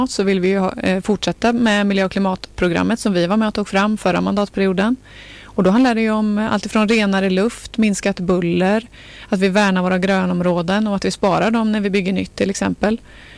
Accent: Bengtsfors, Västra Götaland County, Sweden; Nej, jag har en stuga i norra Dalsland som jag är ifrån då. Jag kommer ju från Bengtsfors kommun.

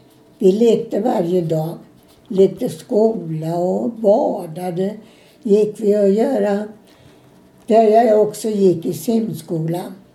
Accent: Falköping, Västra Götaland County, Sweden; also born or lived in Gothenburg / Alingsås; Så blev det, och jag fick ett hem hos dem som inte kunde få egna barn. Där växte jag upp.

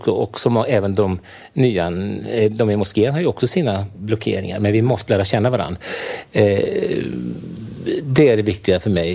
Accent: Stockholm, Stockholm County, Sweden; så växte jag upp då mitt i Stockholm.

